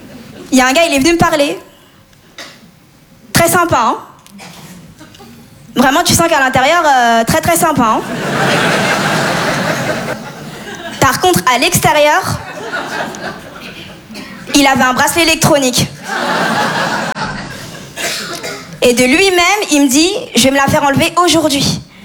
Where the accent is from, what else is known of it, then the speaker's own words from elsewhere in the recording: Comoros; Je suis comorienne, maurez malgache. C'est des îles dans l'océan Indien. Ce qui explique mon teint, aussi.